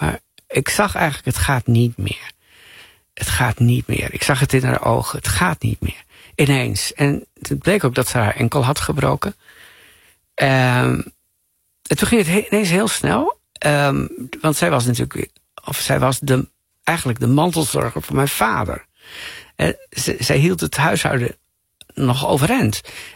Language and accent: Dutch; Assen, Drenthe, Netherlands; We woonden aan de rand van Assen, provinciestadje. Maar in ieder geval, meteen stroomde al landschap Trentse A. En daar was ik niet weg te slaan.